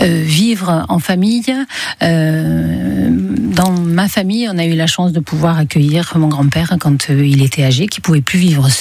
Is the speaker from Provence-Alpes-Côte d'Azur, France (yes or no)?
yes; Mazan, Provence-Alpes-Côte d'Azur, France; On est tous de Mazan. On avait ce terrain-là dont on faisait rien.